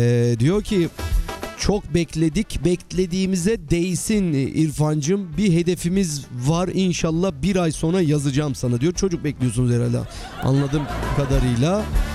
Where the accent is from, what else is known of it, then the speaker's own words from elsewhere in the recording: Princes' Islands, Istanbul, Turkey; Yani orada yetişmişti. Bir ilham kaynağı aslında ada. O yüzden şimdi gözümde canlandı koskoca mazi. Çocukluğum geçti.